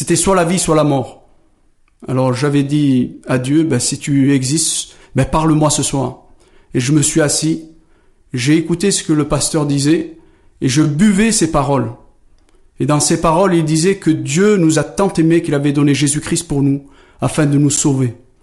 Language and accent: French; Algeria; je suis toujours un arabe, j'aime toujours mes compatriotes, et que je suis algérien, et que je le resterai jusqu'à la fin de mes jours, et j'en suis fier.